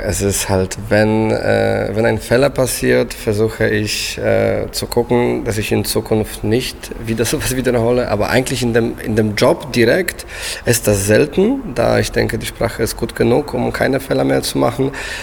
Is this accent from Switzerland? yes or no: no; Poland; first language Polish; German is a second language; moved away as an adult; now in Berlin, Germany; wenn ich zu Hause bin, kann ich besser Polnisch logischerweise sprechen. Das ist meine Muttersprache, es ist nicht schwierig für mich.